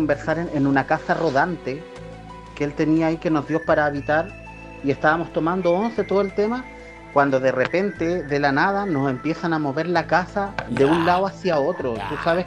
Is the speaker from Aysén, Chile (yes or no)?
yes; Puerto Aysén, Aysén, Chile; Yo soy de la ciudad de Aysén, oriundo de Puerto Aysén